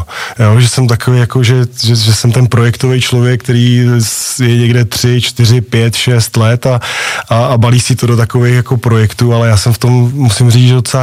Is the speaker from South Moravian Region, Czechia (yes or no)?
no; Ostrava, Moravian-Silesian Region, Czechia; Ostravě, já ji mám rád dodnes, jo, a mám rád lidi a vidím ten vývoj, jako neuvěřitelný vývoj, co se v mém rodném městě děje, pozitivní.